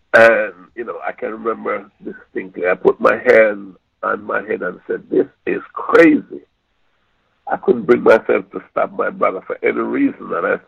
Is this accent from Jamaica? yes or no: yes; Clarkstown, Trelawny, Jamaica; I was born in Clarkstown, Trelawney, right in the middle of the sugar belt.